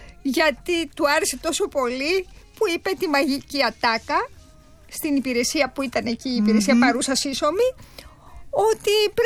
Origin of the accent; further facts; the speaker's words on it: Berlin, Germany; now in Greece; Εγώ, όπως ξέρεις, έχω ζήσει κάποια χρόνια της ζωής μου, τα παιδικά μου χρόνια, στη Γερμανία, στο Βερολίνο.